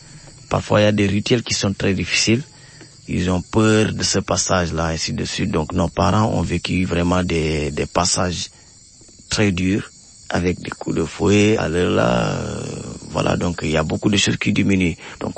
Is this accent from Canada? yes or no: no; Kédougou, Senegal; moi, je suis un enfant de père et mère Bassari. Je suis né à Kédougou, grandi à Kédougou.